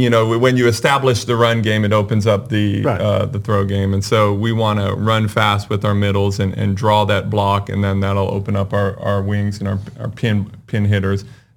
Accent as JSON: {"language": "English", "region": "California", "country": "United States", "tie": "born or raised there", "said": "Well, so I grew up in California and I played in high school."}